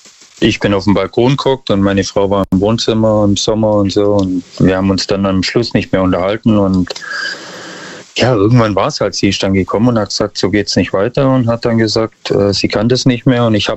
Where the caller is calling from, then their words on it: Ulm, Baden-Württemberg, Germany; Ich bin aus Ulm, Neum.